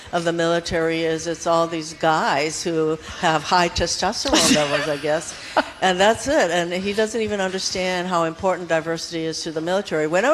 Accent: Hawaii, United States; because, you know, I'm this kid from Hawaii.

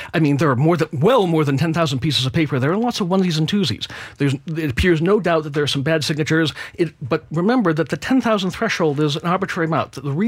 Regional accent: Linfield, United States; So I'm born and raised in Linfield. I grew up here. I was homeschooled.

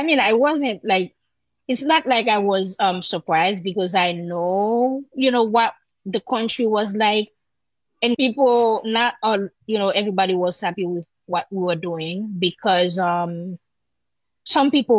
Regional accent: Jacmel, Sud-Est, Haiti; the road leading to Jacmel, my hometown, was closed through Martissant, which is like, a very big region in Port-au-Prince.

